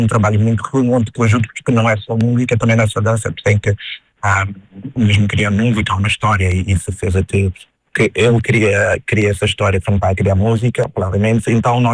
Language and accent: Portuguese; Luanda, Angola; now in Portugal; sendo angolano